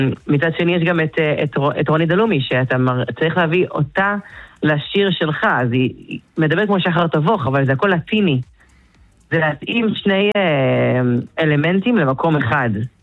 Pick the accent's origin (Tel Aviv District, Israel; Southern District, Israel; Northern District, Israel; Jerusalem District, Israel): Tel Aviv District, Israel; Ramat Gan; אז אני גדלתי ברמת גן, אני born and raised שם, מילדות.